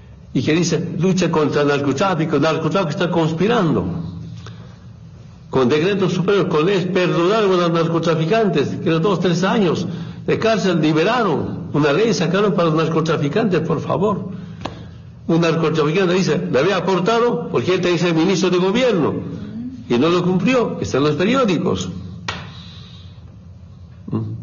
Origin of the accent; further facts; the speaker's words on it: Spain; born there; bueno, yo he nacido en España, soy español.